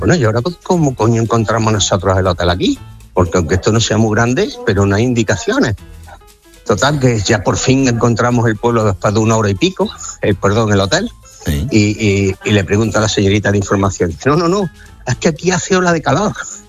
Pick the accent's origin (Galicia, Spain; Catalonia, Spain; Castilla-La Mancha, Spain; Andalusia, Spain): Andalusia, Spain; Córdoba; Y después, otro año, como yo soy de Córdoba, lógicamente, ¿quién no tiene un apartamentito o un pisito en la playita